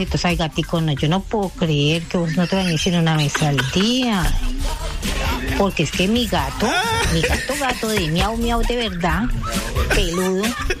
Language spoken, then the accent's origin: Spanish; Palmira, Valle del Cauca, Colombia; De aquí de Palmira, barrio San Pedro María.